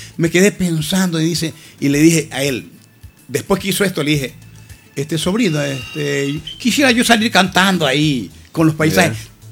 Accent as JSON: {"language": "Spanish", "town": "Atacames", "region": "Esmeraldas", "country": "Ecuador", "tie": "born or raised there", "said": "Atacame, mi pueblo"}